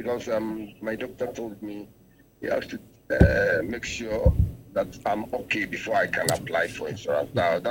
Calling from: Kumasi, Ashanti, Ghana; calling from Kumasi.

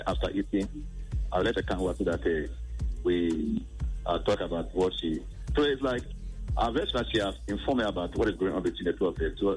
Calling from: Ghana; From Mataiko.

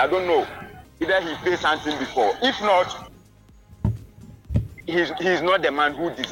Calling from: Abuakwa, Ashanti, Ghana; we, the people in Ghana

